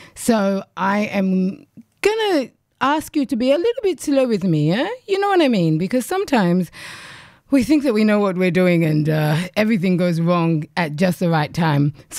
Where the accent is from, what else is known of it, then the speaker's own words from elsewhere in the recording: Canberra, Australian Capital Territory, Australia; I grew up here, I grew up in Canberra, I am a little bit disconnected from Uganda in some ways, but I do have 4 adopted children there. So I go back very often.